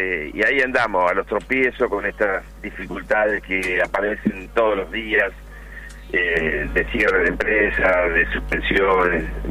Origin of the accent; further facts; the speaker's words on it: Zárate, Buenos Aires Province, Argentina; Yo soy de Zárate